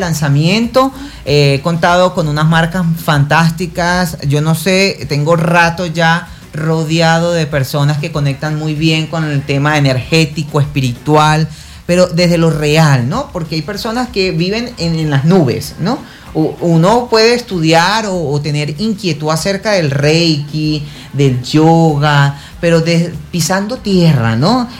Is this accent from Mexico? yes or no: no; Venezuela